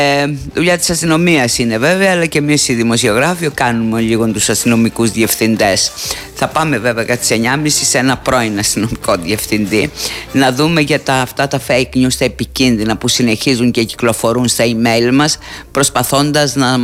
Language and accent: Greek; Heraklion, Crete, Greece; born or raised there; moved away